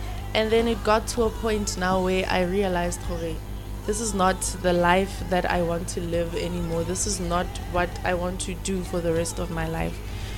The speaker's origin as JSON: {"language": "English", "town": "Carletonville", "region": "Gauteng", "country": "South Africa", "said": "I am from Carltonville. I'm a 25-year-old, and go bua ka experience ya ka from where I come from."}